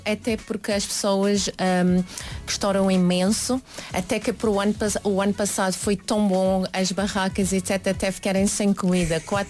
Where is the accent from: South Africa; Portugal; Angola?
South Africa; Cape Town, Western Cape; como sou da cidade do Cabo